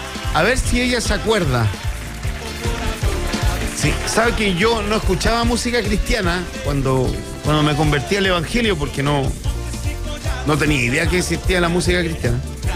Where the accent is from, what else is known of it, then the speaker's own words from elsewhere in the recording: Chile; Soy chileno. Y chilero, diría un amigo guatemalteco.